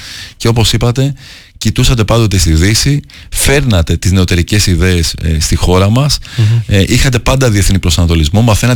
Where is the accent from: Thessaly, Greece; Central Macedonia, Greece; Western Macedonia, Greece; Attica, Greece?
Attica, Greece; Athens; Ήρθαν πρόσφυγες μικρά παιδιά στην Αθήνα. Μεγαλώσαμε στην Αθήνα. Αγαπάω πάρα πολύ τον τόπο μου στην Καβάλα.